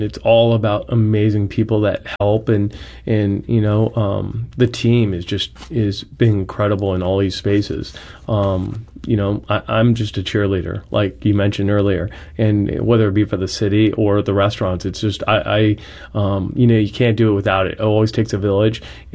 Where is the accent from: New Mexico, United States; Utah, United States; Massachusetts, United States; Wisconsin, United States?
New Mexico, United States; Santa Fe; also born or lived in Chicago; now in St. Louis, United States; I loved growing up in Santa Fe, New Mexico. My family, you know, had a restaurant there for 27 years.